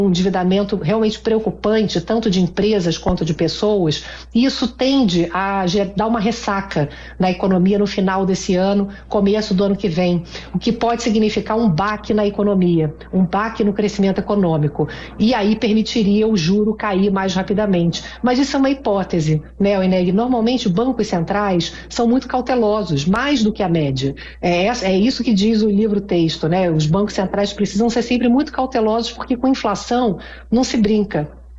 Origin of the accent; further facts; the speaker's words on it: Brazil; Como eu não entendo de futebol e sou brasileira, né?